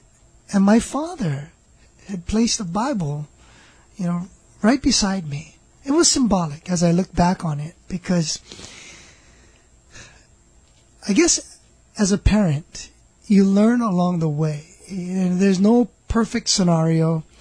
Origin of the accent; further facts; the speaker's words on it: Maunalua, Hawaii, United States; Well, I grew up here in Hawaii, in a nice little area called Mauna Lua.